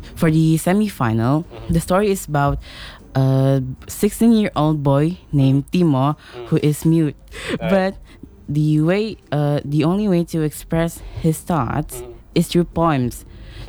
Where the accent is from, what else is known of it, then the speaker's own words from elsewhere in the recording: Sulawesi, Indonesia; I'm from Sulawesi